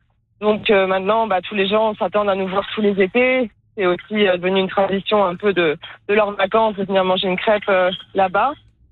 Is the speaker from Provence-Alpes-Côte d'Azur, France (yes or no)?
yes; Provence-Alpes-Côte d'Azur, France; now in Penticton, Canada; Je viens de Provence et du coup, c'est vrai que ça me rappelle beaucoup ma Provence avec le temps chaud et sec